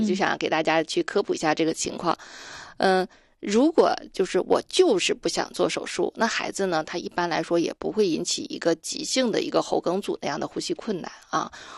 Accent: Northeast China, China; 我们东北人都很高啊

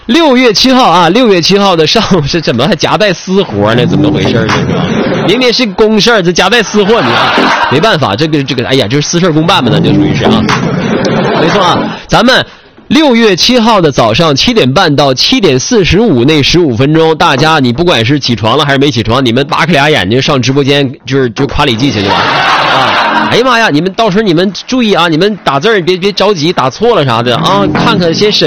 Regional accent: Jilin, China; 但那一时刻我们只代表咱们吉林人的实力和水平，对不对？吉林咱自己家的主持人

